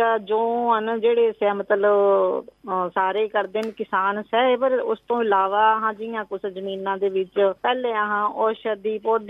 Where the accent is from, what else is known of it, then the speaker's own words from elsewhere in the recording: Nadan, Himachal Pradesh, India; और मेरा गांव नड़न, पंचायत नाणा।